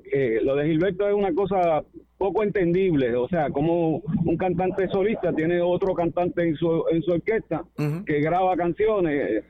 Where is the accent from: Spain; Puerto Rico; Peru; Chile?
Puerto Rico; Toa Baja; Pero imagínate, un muchachito del pueblo, uh-huh, pues yo me crié en Tua Baja